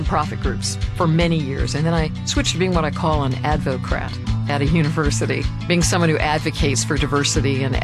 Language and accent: English; East Coast, United States; moved away; also born or lived in California; I spent about half my life on the East Coast. I'm from the East Coast. About half my life in California.